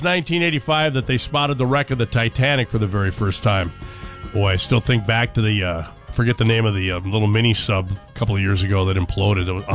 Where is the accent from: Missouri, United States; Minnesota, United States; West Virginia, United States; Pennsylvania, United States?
Minnesota, United States; Minneapolis; my hometown of the Twin Cities.